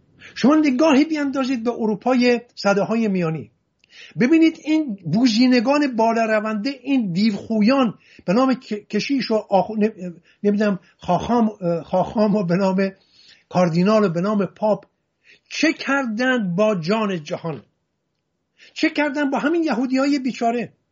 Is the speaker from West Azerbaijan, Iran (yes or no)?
no; Hamadan, Iran; خودم در محله کریمیان همدان بزرگ شدم.